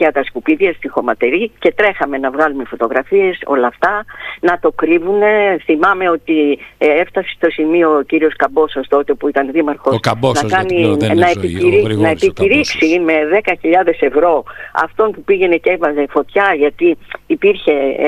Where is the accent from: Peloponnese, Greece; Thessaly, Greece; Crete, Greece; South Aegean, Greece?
South Aegean, Greece; Patmos; moved away as an adult; now in Ikaria, Greece; θα με διώξει από το νησί μου.